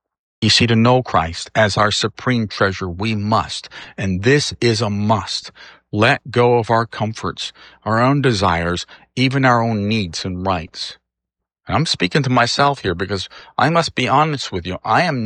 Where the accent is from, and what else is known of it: United States